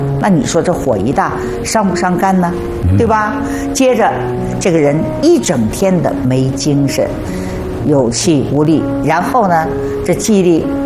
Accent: southern China, China; 我们是南方人，我们那有鲜百合

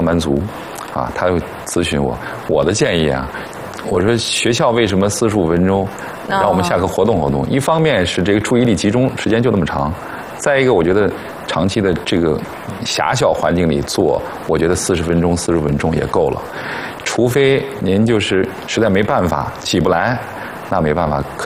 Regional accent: China; 我们中国人

